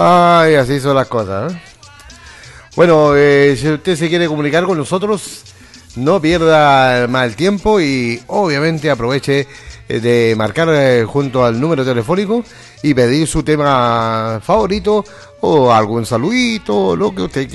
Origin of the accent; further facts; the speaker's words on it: Chile; a todos los chilenos nos hace cambiar todos los días